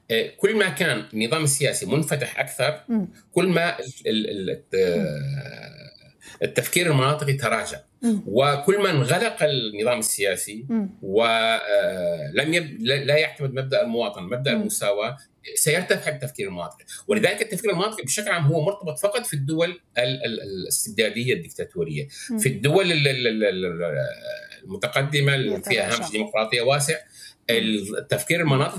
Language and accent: Arabic; Syria; عندنا في سوريا